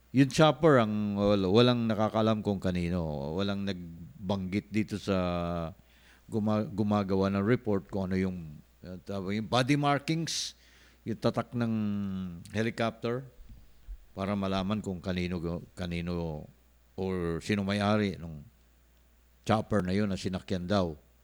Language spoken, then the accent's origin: Tagalog; Davao, Davao Region, Philippines; Sa aming salita, yung gatherer na, tuba gatherer sa amin sa Davao ay mananggiti. Kaya mayroong biro nga sa amin nung araw na doon sa Davao